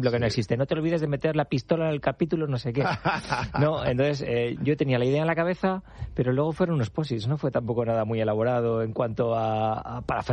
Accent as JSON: {"language": "Spanish", "region": "La Rioja", "country": "Spain", "also_born_or_lived": "Zaragoza", "lives_now": "San Sebastián, Spain", "said": "Soy riojano, ejercía en Zaragoza, pero llevo 5 años en San Sebastián."}